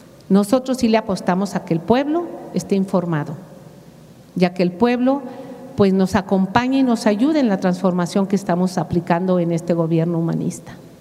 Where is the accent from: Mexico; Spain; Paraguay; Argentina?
Mexico; lo que somos los mexicanos